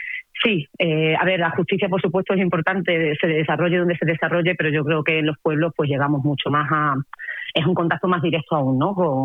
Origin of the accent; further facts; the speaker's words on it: Cáceres, Extremadura, Spain; Yo soy de Cáceres